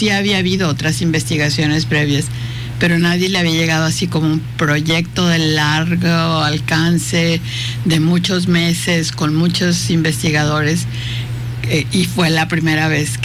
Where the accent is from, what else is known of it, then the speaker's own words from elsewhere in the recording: Baja California Sur, Mexico; born there; moved away as an adult; now in Sonora, Mexico; como soy nacida en Baja California